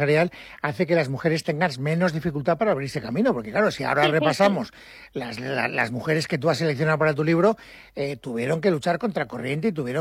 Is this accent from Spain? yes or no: yes; Valencian Community, Spain; me sorprende mucho, como soy valenciano, que te fijes en la mujer de Jaume